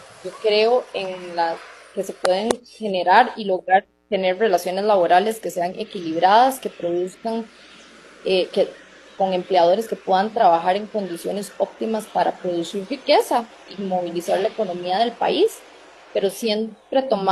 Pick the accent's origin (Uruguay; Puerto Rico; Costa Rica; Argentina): Costa Rica; yo soy producto del Estado Social de Derecho y de la política de justicia social de este país, de Costa Rica. Yo estudié en escuela pública, estudié en colegio público, estuve en la Universidad de Costa Rica